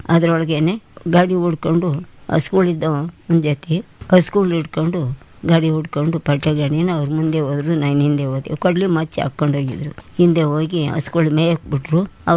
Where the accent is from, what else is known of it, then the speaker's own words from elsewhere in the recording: Gubbi, Karnataka, India; ಗುಬ್ಬಿ ಹೊಸಳ್ಳಿ ತಾಲೂಕಿನಲ್ಲಿ ನಾವು ಹುಟ್ಟಿ ಬೆಳೆದಿದ್ದು.